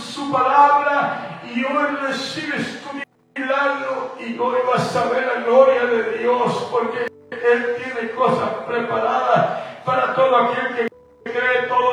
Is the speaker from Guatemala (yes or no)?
yes; Guatemala; born there; moved away; Mi tierra de donde yo soy nacido, en Guatemala